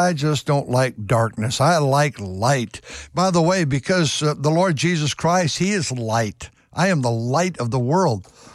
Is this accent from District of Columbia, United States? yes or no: no; California, United States; I grew up here in California. We don't have lightning and thunder and all that.